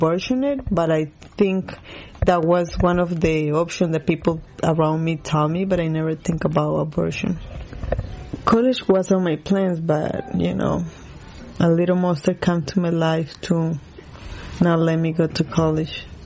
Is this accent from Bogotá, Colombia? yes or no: no; Cali, Valle del Cauca, Colombia; English is a second language; I'm from Colombia, Cali, Colombia.